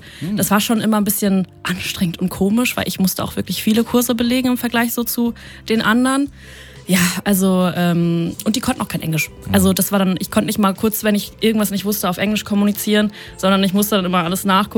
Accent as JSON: {"language": "German", "country": "Germany", "said": "ich bin aus Deutschland"}